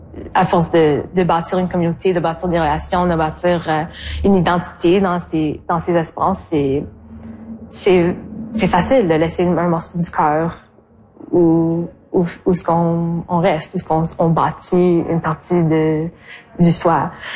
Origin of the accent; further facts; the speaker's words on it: Timmins, Ontario, Canada; now in Victoria, Canada; Je suis originaire de Timmins, Ontario, et je suis en visite à Timmins aussi. Et j'habite à Victoria, au CB, en Colombie-Britannique.